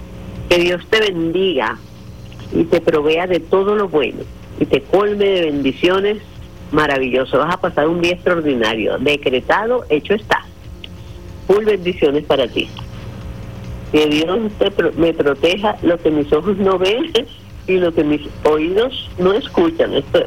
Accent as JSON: {"language": "Spanish", "town": "Carúpano", "region": "Sucre", "country": "Venezuela", "said": "Ya son muchos años haciendo radio en mi país, Venezuela. Yo soy carupanera del estado Sucre"}